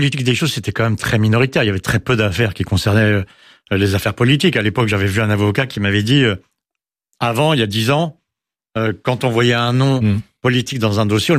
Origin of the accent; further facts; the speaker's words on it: Versailles, Île-de-France, France; also born or lived in Paris; On était à Versailles, j'ai passé mon enfance en Versailles. Alors c'est vrai que quand j'étais à l'école à Versailles … parce que j'avais passé ma petite enfance à Paris.